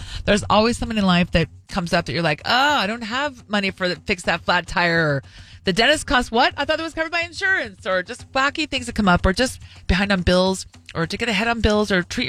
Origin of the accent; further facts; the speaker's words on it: the Bay Area, California, United States; born and raised in the Bay, baby.